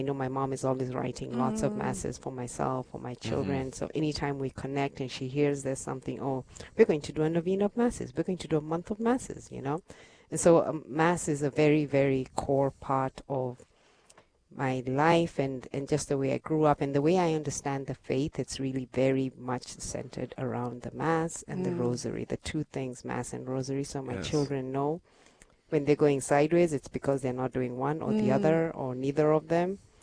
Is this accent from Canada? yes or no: no; Nairobi, Kenya; moved away as an adult; now in United States; I was born and raised in Kenya in East Africa, in mostly Nairobi, and then I moved to the United States in 2007